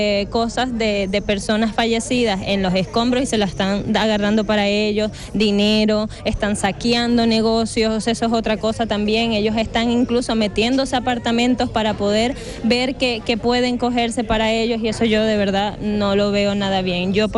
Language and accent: Spanish; La Guaira, Venezuela; moved away; yo soy de La Guaira.